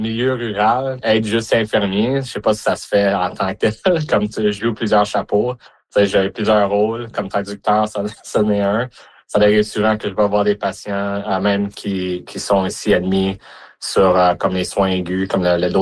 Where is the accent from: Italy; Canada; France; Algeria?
Canada; Mont-Laurier, Quebec; now in Alberta, Canada; Originalement, je viens du Québec, de Mont-Laurier. Puis, on a déménagé, moi et ma famille, en 2006. Puis, ça va faire ça bientôt 20 ans que je suis en Alberta.